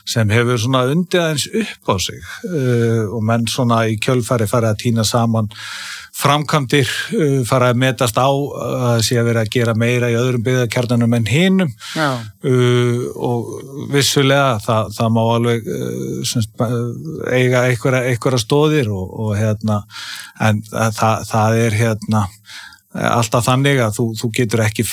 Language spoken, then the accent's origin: Icelandic; Sandgerði, Southern Peninsula, Iceland; born or raised there